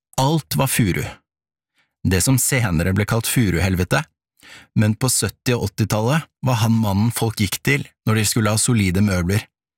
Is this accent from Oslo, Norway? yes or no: yes; Oslo, Norway; så er jeg Oslo-gutt. Jeg vokste opp på Jan, med stor L. Det var slik vi sa det. Et sted der tryggheten lå tett rundt oss. Vi bodde i nabohuset til besteforeldrene mine.